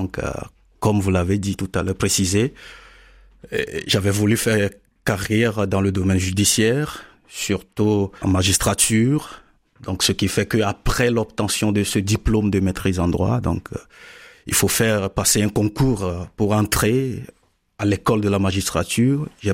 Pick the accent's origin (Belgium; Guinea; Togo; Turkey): Togo; moved away as an adult; now in Montpellier, France; Je suis originaire du Togo, pasteur de l'église évangélique presbytérienne du Togo et en formation ici en France à l'Institut protestant de théologie, faculté de Montpellier depuis 2022.